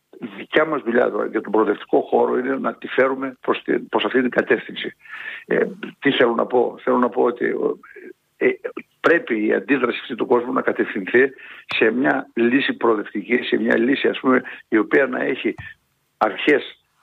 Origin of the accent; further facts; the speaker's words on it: Elassona, Thessaly, Greece; η ιδιαίτερη πατρίδα μου, ο Δήμος που είπατε πριν που ήμουν, είναι το βόρειο τμήμα της Λάρισας, είναι ο Δήμος Λασόνος.